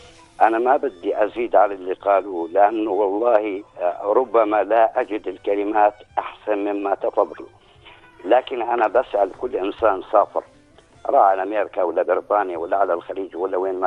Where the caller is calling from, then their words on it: Jordan; يبقى حنيننا إلى الأوطان زي ما تفضل الأستاذ معتصم وقال، يعني الوطن الكبير الأردن